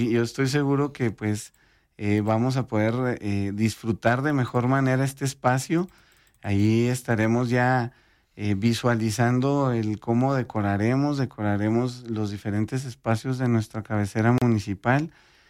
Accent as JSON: {"language": "Spanish", "country": "Mexico"}